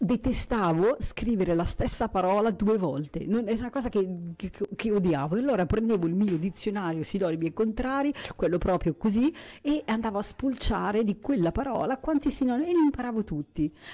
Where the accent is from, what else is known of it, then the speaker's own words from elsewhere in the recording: Lombardy, Italy; accent: Lombard; questo mio accento, questo mio modo di non saper parlare in maniera diversa, che mi forse un po' più dura, forse il lombardo è più dura come lingua